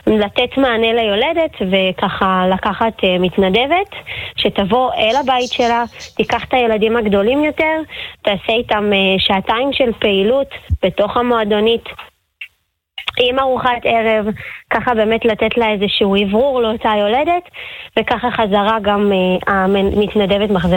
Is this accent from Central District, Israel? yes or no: no; Ma'ale Adumim, Judea and Samaria Area, Israel; גדלנו כאן, התגוררנו כאן, ובאמת חלק זכו לחזור בתשובה בתוך מעלה אדומים